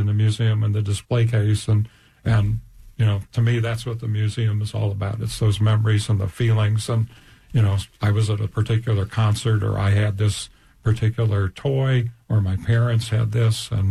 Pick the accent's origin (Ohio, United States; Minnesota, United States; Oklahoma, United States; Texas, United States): Ohio, United States; Cleveland; I remember specifically … I grew up in Cleveland, and so we had that as a big part of our life.